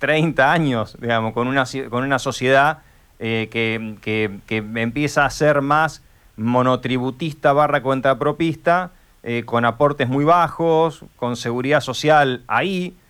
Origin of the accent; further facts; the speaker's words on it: Argentina; somos la sociedad argentina, no somos Estados Unidos